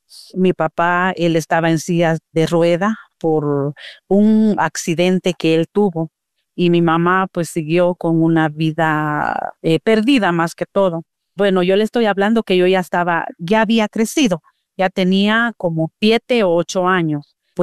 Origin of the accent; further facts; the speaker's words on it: Guatemala; soy de Guatemala